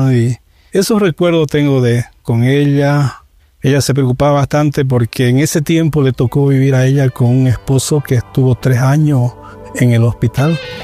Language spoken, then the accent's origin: Spanish; El Torno, Santa Cruz, Bolivia; Prácticamente yo me crié acá en el Torno con mis hermanos. Yo el día que reconozco ya me acuerdo de acá del Torno nomás. Yo acá nací. Estuvo más apegada a mi vida hacia los abuelos de mi padre, o sea, la cultura vallegrandina